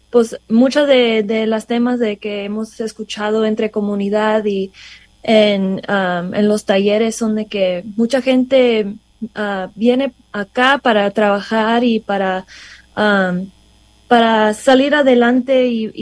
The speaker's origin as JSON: {"language": "Spanish", "area": "Central Valley", "region": "California", "country": "United States", "tie": "born or raised there", "said": "creciendo aquí en el Valle, yo crecí en los programas de mariachi de mi papá en las escuelas"}